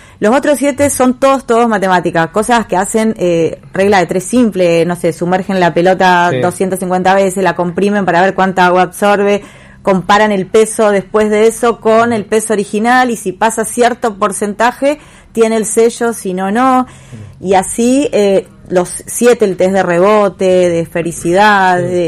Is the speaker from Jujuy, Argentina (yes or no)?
no; Ceres, Santa Fe, Argentina; yo soy de Ceres, el club de donde jugaba Alario es de Tostado y participa en la Liga Ceresina